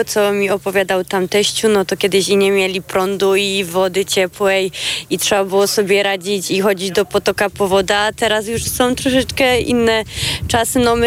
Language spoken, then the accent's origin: Polish; Greater Poland Voivodeship, Poland; moved away as an adult; now in Podhale, Poland; Ja też pochodzę z Wielkopolski